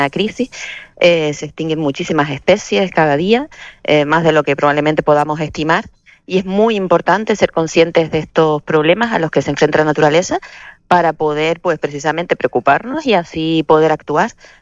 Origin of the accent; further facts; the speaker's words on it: Canary Islands, Spain; siendo nosotros canarios, ¿verdad?, y viviendo en la costa, en la playita